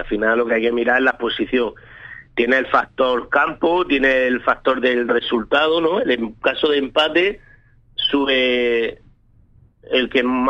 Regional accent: Almería, Andalusia, Spain; Aquí somos muy relajados

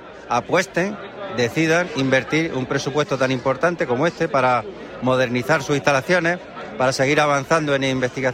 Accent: Almería, Andalusia, Spain; como andaluz y como almeriense que somos

